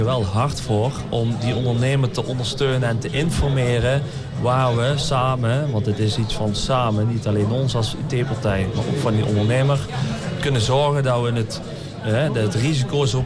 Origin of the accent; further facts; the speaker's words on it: De Rips, North Brabant, Netherlands; also born or lived in Boxmeer; Ik kom oorspronkelijk uit de Rips.